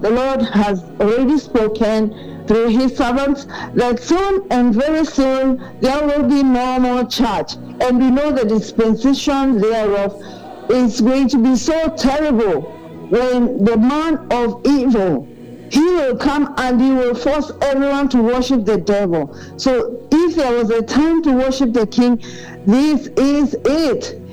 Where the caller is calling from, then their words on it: Nyali, Mombasa County, Kenya; I'm calling you from Nyali.